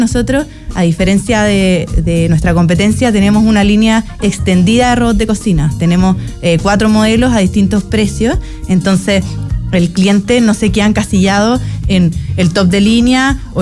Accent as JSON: {"language": "Spanish", "country": "Chile", "said": "como somos chilenos y desarrollamos los productos acá"}